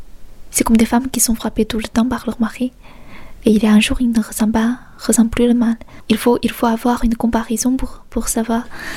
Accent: China; moved away as an adult; Je suis une étudiante chinoise qui vient ici pour faire mes études en littérature.

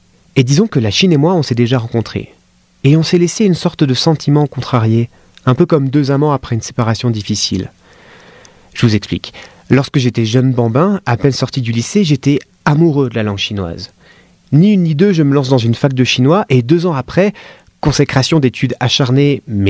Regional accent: France; J'ai grandi en France, comme beaucoup de personnes qui écoutent ce podcast.

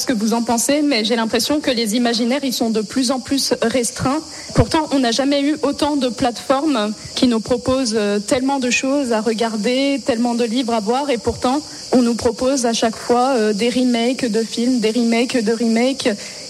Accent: Lyon, Auvergne-Rhône-Alpes, France; je suis lyonnaise.

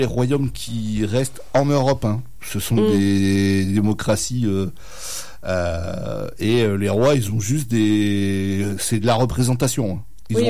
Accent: France; Chez nous, en France

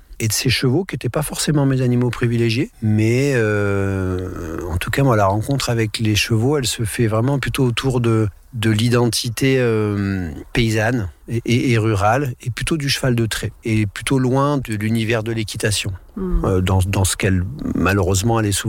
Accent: Grenoble, Auvergne-Rhône-Alpes, France; also born or lived in Verdun; je suis né à Verdun, dans les tranchées, non dans les dolines, aussi dans des fonds de trous. J'y ai un peu grandi, hein, puisque j'ai débarqué à Grenoble à 4 ans, et voilà, l'évolution professionnelle de mes parents ont plutôt fait de moi un grenoblois ou un alpin.

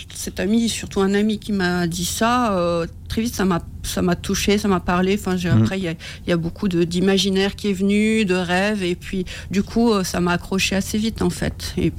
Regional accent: Grand Est, France; moved away as an adult; also born or lived in Paris; Moi, je suis de Lorraine, donc du coup, j'ai travaillé en Lorraine, Nancy et puis la Meuse

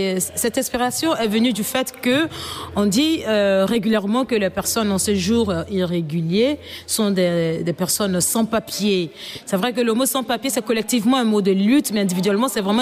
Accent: Côte d’Ivoire; moved away as an adult; now in Belgium; je viens de la Côte d'Ivoire. Je suis en Belgique depuis 7 ans bientôt.

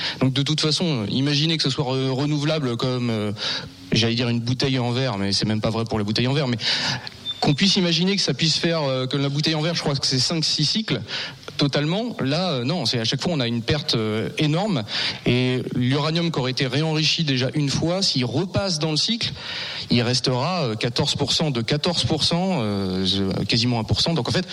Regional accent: La Hague, Normandy, France; chez nous dans la Hague

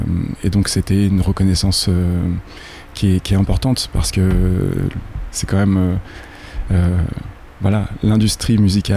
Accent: France; now in Canada; C'est un peu l'image qu'on a en tant que Français ou en tant qu'Européen ici, du Québec, du Canada

